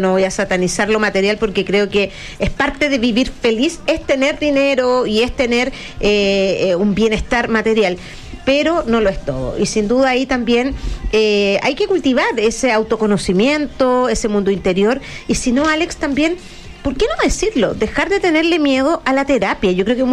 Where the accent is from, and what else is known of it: Chile